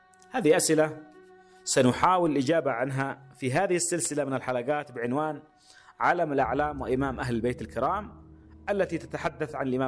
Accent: Yemen; علينا كيمنيين

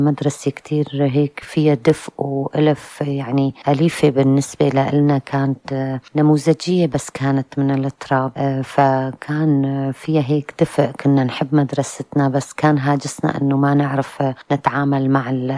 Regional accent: Qamishli, Al-Hasakah Governorate, Syria; Arabic is a second language; نحن كبرنا بالحي الغربي بالقامشلي بالحارة الغربية معروفة كبرنا بحارة شعبية حارة كلها بيوت طينية وحواش عربية

